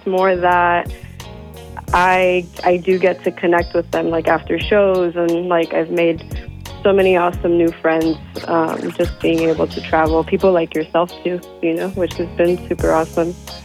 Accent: Miami, Florida, United States; born or raised there

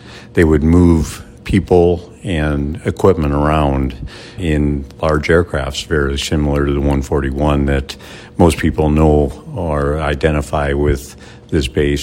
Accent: Minnesota, United States; moved away as an adult; I was raised in Minnesota, and I went to pilot training.

